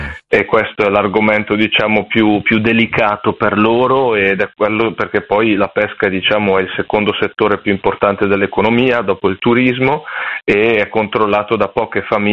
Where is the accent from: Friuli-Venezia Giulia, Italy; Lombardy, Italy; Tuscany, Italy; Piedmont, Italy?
Lombardy, Italy; Sì, sono dal nord Italia, sono lombardo.